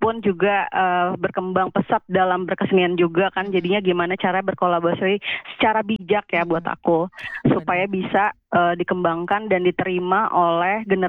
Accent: Jakarta, Indonesia; karya cicak itu metafora akan bagaimana kita orang Jakarta tuh bisa bertahan hidup.

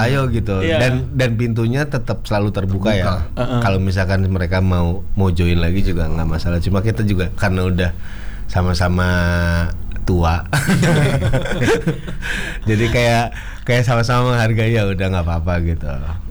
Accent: Sunda, Indonesia; Aku Sunda.

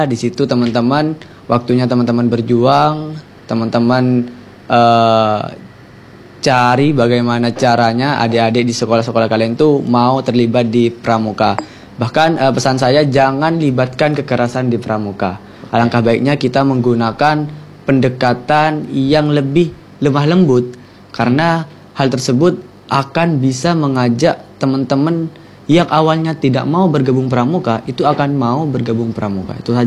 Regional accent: Sampang, East Java, Indonesia; meskipun saya sendiri dari Sampang, kalau tahu seperti ini, mungkin dari Sampang bukan hanya saya saja yang dikirim

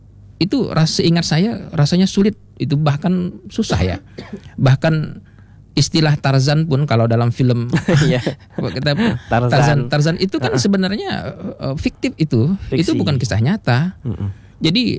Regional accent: Sambas, West Kalimantan, Indonesia; kita masyarakat Sambas itu pernah punya sejarah kelam kerusuhan.

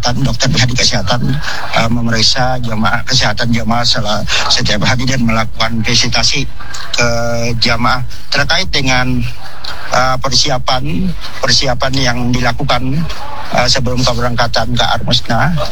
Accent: Banjarmasin, South Kalimantan, Indonesia; kami dari Kloter 2701 yang berasal dari Kota Banjarmasin

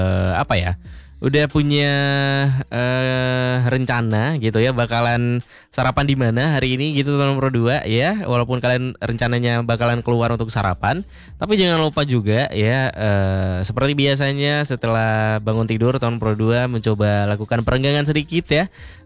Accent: Aceh, Indonesia; kita orang Aceh

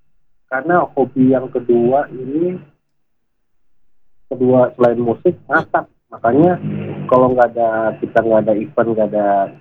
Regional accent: Kalimantan, Indonesia; now in Tangerang, Indonesia; Kita dari Kalimantan. Udah di Tangerang mah udah lama ya.

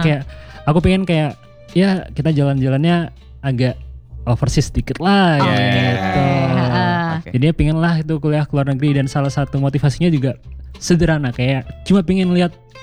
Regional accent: Sidoarjo, East Java, Indonesia; moved away as an adult; also born or lived in Mojokerto; now in Japan; Dari Sidoarjo.

